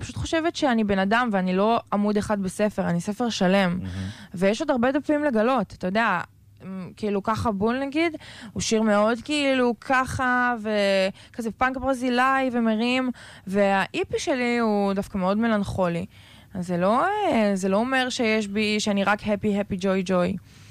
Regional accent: Netivot, Southern District, Israel; moved away as an adult; now in Tel Aviv, Israel; כן, גדלתי ונולדתי בנתיבות.

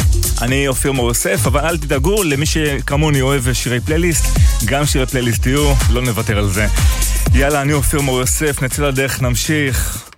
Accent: Migdal HaEmek, Northern District, Israel; אני גדלתי אי שם במגדל העמק

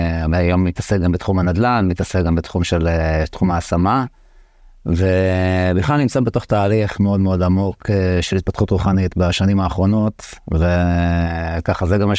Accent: Hadera, Haifa District, Israel; גדלתי בחדרה.

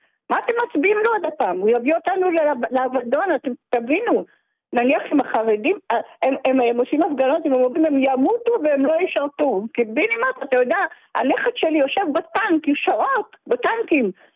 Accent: Petah Tikva, Central District, Israel; moved away as an adult; now in Tel Aviv, Israel; אני ילידת פתח תקווה, כל החיים גרתי פתח תקווה, עברתי רק בגלל הבת שלי שגרה כאן

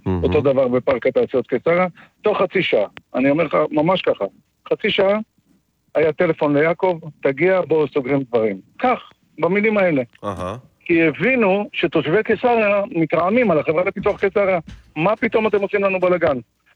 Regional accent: Or Akiva, Haifa District, Israel; תראה, אני יליד אור עקיבא. נולדתי, גדלתי בעיר הזאת. המשפחה שלי מקימי העיר.

